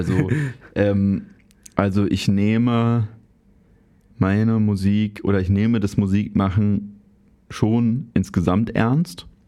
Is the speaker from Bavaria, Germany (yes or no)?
no; Berlin, Germany; also ich bin ja da so im Tiergarten aufgewachsen und das war ja, bin ich immer viel vorbeigekommen.